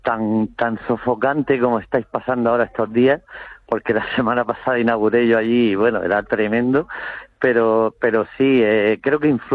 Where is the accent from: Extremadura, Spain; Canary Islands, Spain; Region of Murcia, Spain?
Region of Murcia, Spain; El lugar de origen mío, claro, de mi tierra, de exacto. Murcia.